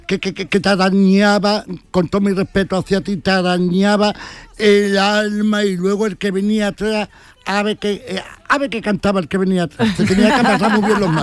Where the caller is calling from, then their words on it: Jerez de la Frontera, Andalusia, Spain; soy de Jerez